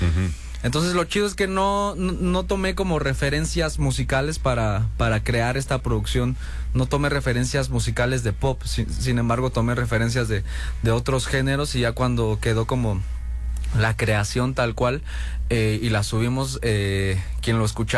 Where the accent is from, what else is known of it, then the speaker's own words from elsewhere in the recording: Mexico City, Mexico; yo crecí en la Gustavo Amadero, ¿no? Uh-huh. Una colonia una delegación de por acá.